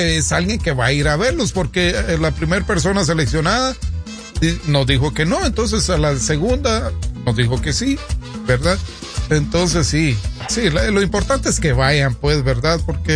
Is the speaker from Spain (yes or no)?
no; Guatemala; moved away; muchos de nosotros los guatemaltecos